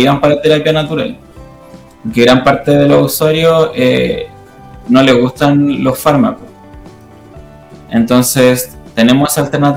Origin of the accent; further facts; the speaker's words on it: Santiago, Santiago Metropolitan, Chile; Yo se lo digo, que vengo de Santiago y no, hay comunas que no tienen tantas cosas.